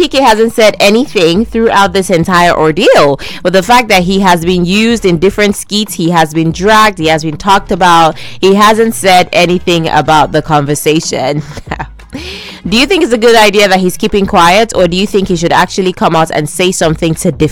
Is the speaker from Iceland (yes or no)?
no; Nigeria; One of the many, many reasons why I love being Nigerian is just our sense of humor